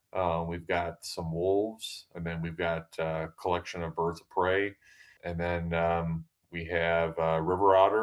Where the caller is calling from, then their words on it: West Yellowstone, Montana, United States; I am zooming in from West Yellowstone, Montana at the Grizzly and Wolf Discovery Center.